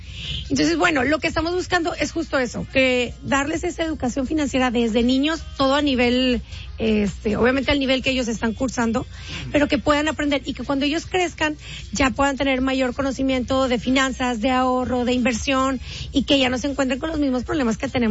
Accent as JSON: {"language": "Spanish", "town": "Monterrey", "region": "Nuevo León", "country": "Mexico", "said": "pero yo soy de Monterrey. Tengo años siendo aquí de Monterrey, soy regia."}